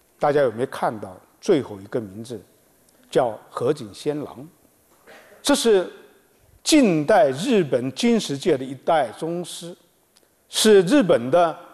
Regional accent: Hangzhou, Zhejiang, China; 我们杭州人

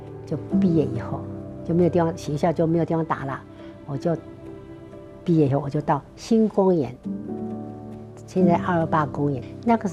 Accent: Miaoli County, Taiwan; 我的家乡住在苗栗客家庄。

